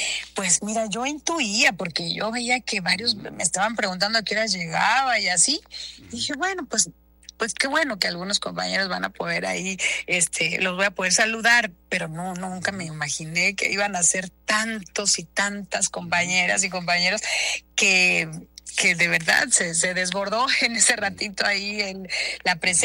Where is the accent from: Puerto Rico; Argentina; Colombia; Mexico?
Mexico; Sonora; yo soy mexicana, hija de padres mexicanos, y bueno, muy orgullosa de ser mexicana, de ser sonorense